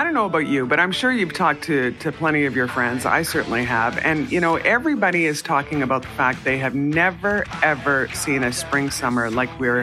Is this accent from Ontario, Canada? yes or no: no; Brandon, Manitoba, Canada; now in Winnipeg, Canada; I grew up in Brandon